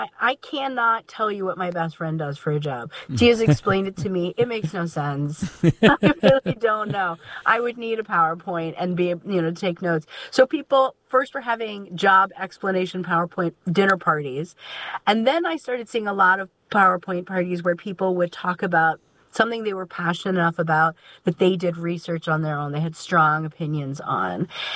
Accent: Washington, District of Columbia, United States; I'm from Washington, D.C.

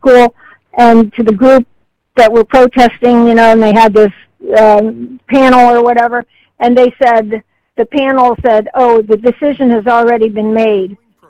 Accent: Pennsylvania, United States; born there; moved away as an adult; now in Vermont, United States

